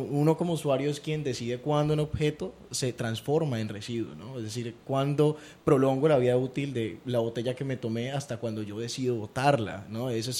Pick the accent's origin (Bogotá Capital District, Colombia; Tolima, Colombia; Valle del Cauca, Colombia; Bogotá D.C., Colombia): Valle del Cauca, Colombia; Buenaventura; no solamente por ser de Buenaventura, sino también por ser el único colombiano y además el único sudamericano